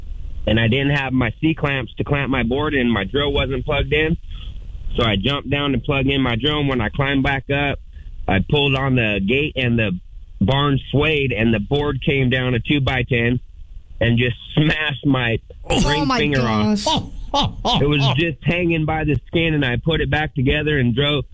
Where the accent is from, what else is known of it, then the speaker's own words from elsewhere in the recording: California, United States; Well, I didn't, but I built dairies in California. I'm from California.